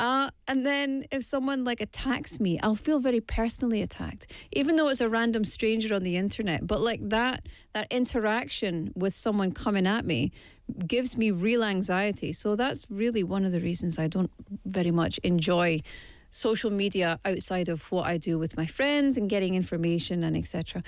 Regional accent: Scotland, United Kingdom; now in Busan, South Korea; I don't know if it's because I'm Scottish, but Maria is not how I would say it.

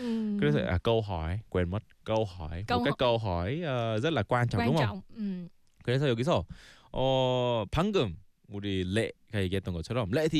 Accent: South Korea; Mình cũng là người Hàn

